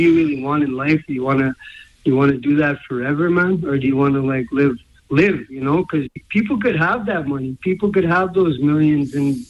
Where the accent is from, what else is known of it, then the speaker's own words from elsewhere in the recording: Saskatoon, Saskatchewan, Canada; I was just told that Saskatoon, because I'm from Saskatoon, that Saskatoon does not have a drug treatment court